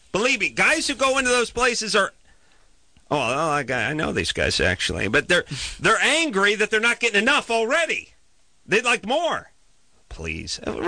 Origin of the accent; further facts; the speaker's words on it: North Hollywood, California, United States; I'm from North Hollywood.